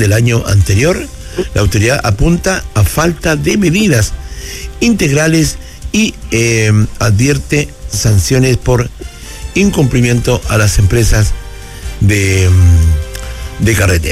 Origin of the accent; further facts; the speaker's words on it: Chile; si me preguntáis a mí como chileno.